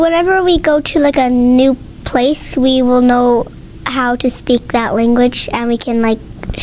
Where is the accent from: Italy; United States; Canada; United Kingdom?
Canada; born there; I was born here in Canada, but my dad is Mexican and my mom is, she's Manitoba, like Canada.